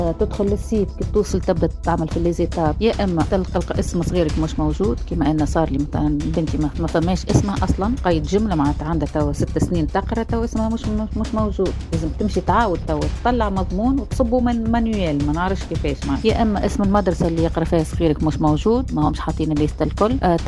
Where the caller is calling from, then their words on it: Tunisia; عندنا في تونس